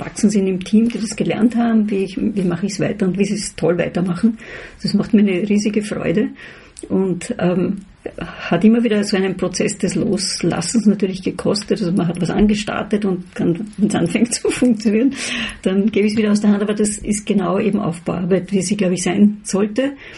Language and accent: German; Vienna, Austria; Aber zurück zur Frage, also ich bin Wienerin und bleibe es auch. Und da gehöre ich hin.